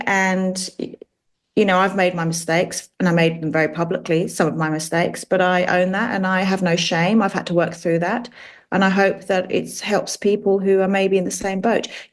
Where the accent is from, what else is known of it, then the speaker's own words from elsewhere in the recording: London, United Kingdom; When we were growing up in London, he lived in France.